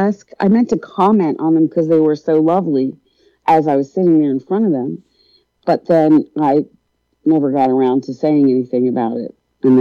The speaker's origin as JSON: {"language": "English", "town": "Levittown", "country": "United States", "tie": "born there", "said": "Yeah, I'm sure we didn't have a smoking lounge until high school in Levittown."}